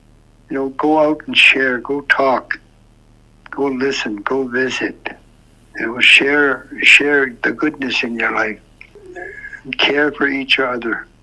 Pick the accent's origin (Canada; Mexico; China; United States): Canada; Tulita, Northwest Territories; Growing up in Goleta